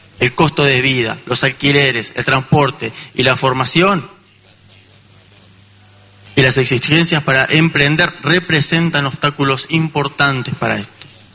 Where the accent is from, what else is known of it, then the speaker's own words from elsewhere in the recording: Uruguay; Los jóvenes rurales no somos un adorno de discurso agropecuario ni una promesa del mañana. Somos parte efectiva del Uruguay de hoy.